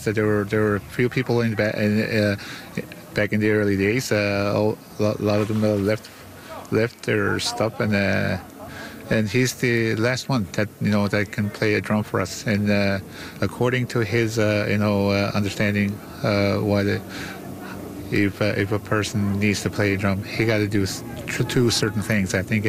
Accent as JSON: {"language": "English", "town": "Natuashish", "region": "Newfoundland and Labrador", "country": "Canada", "said": "I'm from Nantwishish originally, from Davis Inlet. You know, I'm the chief of Nantwishish."}